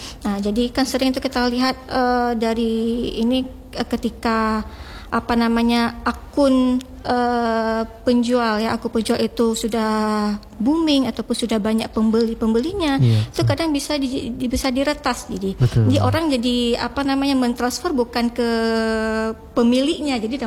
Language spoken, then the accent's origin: Indonesian; Aceh, Indonesia; Karena kita Aceh ini dia tidak kekurangan produk dan juga tidak kekurangan kreativitas gitu.